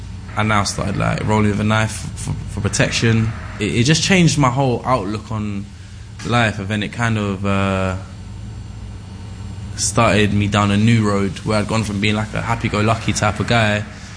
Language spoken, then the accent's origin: English; London, United Kingdom; to see how privileged you are to have been growing up in London. So my granddad was yeah, cool, you're going to ship you back to Guyana.